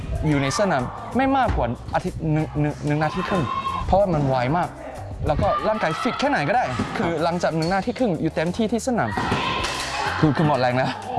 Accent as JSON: {"language": "Thai", "country": "Singapore", "said": "เป็นคนสิงคโปร์ครับ"}